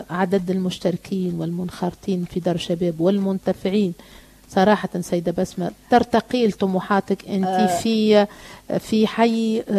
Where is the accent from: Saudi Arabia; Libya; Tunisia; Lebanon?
Tunisia; نحن عندنا برشا فضاءات في تونس